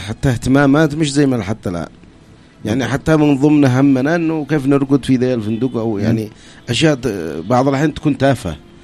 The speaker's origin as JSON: {"language": "Arabic", "country": "Yemen"}